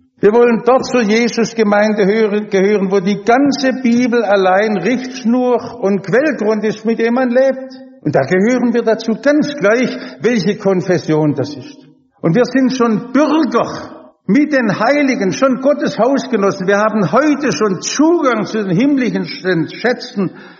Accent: Stuttgart, Baden-Württemberg, Germany; Ich komme aus Häslach. In meiner Umgebung sind 80% Ausländer in Gesamthäslach insgesamt

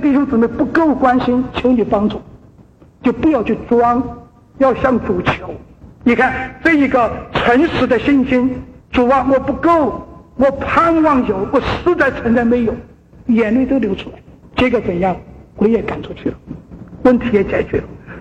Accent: China; moved away; 在我的老家，在大陆上算是中上的家庭

